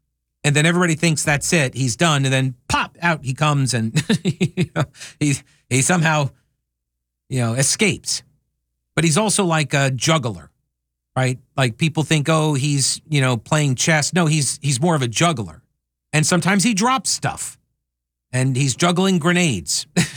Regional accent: New York, United States; So I grew up in New York. I remember this guy all over the news all the time.

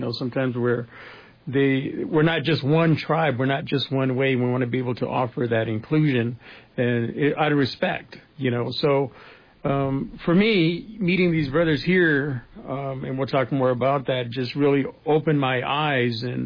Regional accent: Arizona, United States; I'm an Akrawatam from Hill River, District 6, Komod.

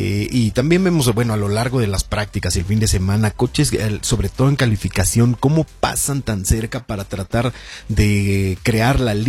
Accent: Mexico; pues como mexicanos debemos apoyar

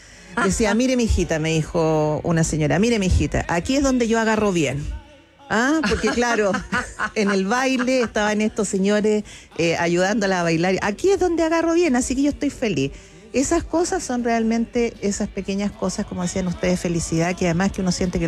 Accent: Chile

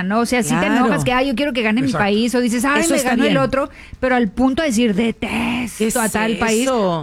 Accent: Mexico; nosotros como mexicanos somos fregones.

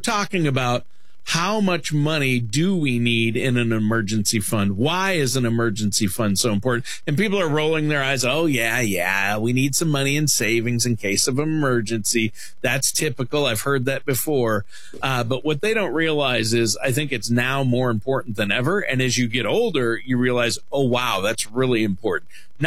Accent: Worthington, Minnesota, United States; my hometown of Worthington, Minnesota, was the turkey capital of the self-proclaimed turkey capital of the world

